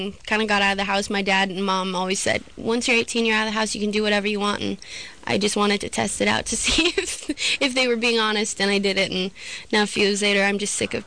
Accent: Sedona, Arizona, United States; I'm from Sedona, Arizona. A really small town in Arizona.

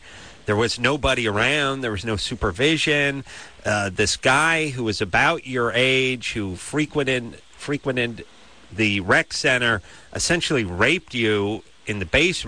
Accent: Los Angeles, California, United States; North Hollywood, my hometown

